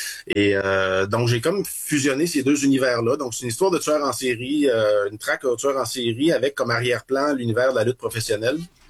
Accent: Saint-Félicien, Quebec, Canada; Moi, il y avait une expo agricole chez nous dans ma ville natale, Saint-Félicien, qui a 10 000 âmes.

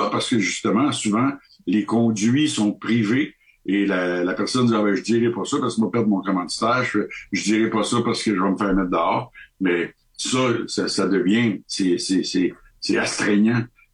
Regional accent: Canada; moi, je suis du Canada, je suis ici passage

